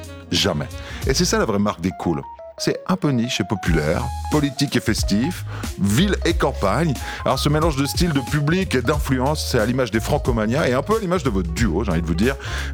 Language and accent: French; Yverdon-les-Bains, Vaud, Switzerland; je viens d'Yverdon